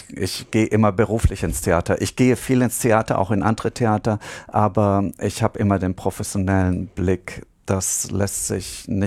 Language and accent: German; Southern Germany, Germany; now in Hamburg, Germany; Ich bin im Süden von Deutschland aufgewachsen